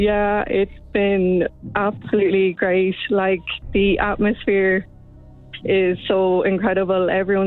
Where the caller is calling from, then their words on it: Connacht, Ireland; We're from Mayo, so it's just near Castlebar.